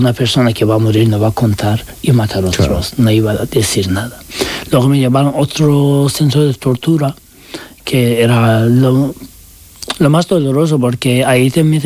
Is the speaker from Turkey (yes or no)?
yes; Turkey; Spanish is a second language; now in Spain; Y especialmente cuando eres inmigrante y LGBTI, da igual que seas también turco, porque digo, soy turco y podía pasar más sí.